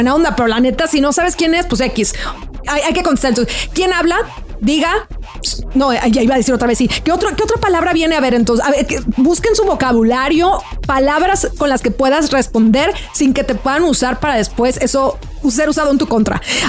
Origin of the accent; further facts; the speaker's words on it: Mexico; A ver, como buen latino mexicano, siempre decimos bueno, o tal vez dices sí, ¿no?